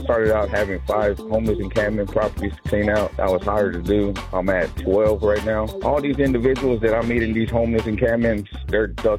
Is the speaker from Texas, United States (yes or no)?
yes; Austin, Texas, United States; I've been born and raised in Austin. I spoke on before. This city is not Austin no more, man.